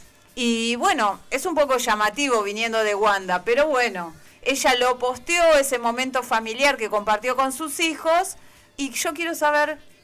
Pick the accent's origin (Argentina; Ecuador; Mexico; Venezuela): Argentina; San Fernando, Buenos Aires Province; yo soy de San Fernando, pero a veces soy un poquito de San Isidro, San Isidro también.